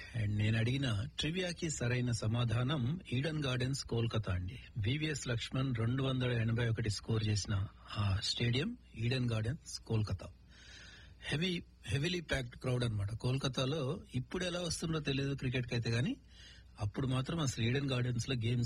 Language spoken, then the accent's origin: Telugu; Khammam, Telangana, India; మా సొంత ఊరు ఖమ్మంలో